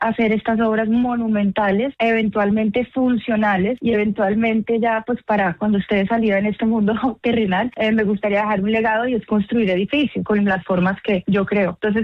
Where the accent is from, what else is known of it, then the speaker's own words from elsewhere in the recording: Bogotá, Colombia; yo soy de Bogotá, es la primera vez que vengo acá.